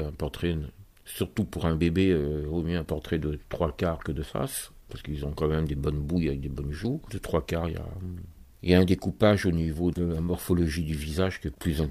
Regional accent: Royan, Nouvelle-Aquitaine, France; now in Toulouse, France; à Royan, justement. Ça me permet de retrouver ma ville natale.

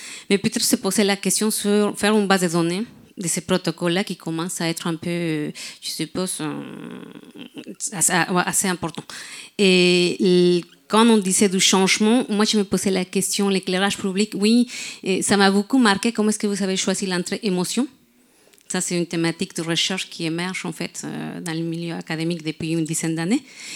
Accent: Mexico; French is a second language; now in Brest, France; Non. Je suis mexicaine, mais j'habite à Brest.

